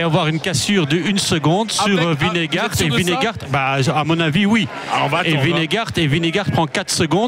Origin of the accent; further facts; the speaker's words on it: Belgium; en tant que Belge.